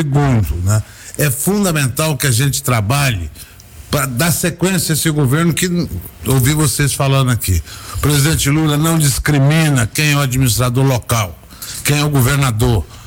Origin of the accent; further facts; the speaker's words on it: Buriti Alegre, Goiás, Brazil; born there; eu nasci em Buriti Alegre e fui muito cedo para a política nacional. Hoje eu estou com 70 anos